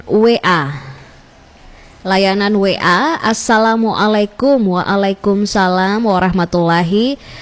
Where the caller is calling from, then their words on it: Molombulahe, Gorontalo, Indonesia; Saya dari Debi di Molombulahe.